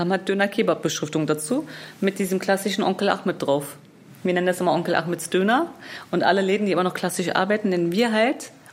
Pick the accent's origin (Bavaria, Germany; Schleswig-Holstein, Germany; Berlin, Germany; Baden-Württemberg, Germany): Berlin, Germany; ich bin 40 Jahre alt und lebe in Berlin. Ich bin in Berlin geboren, groß geworden und bin Unternehmerin.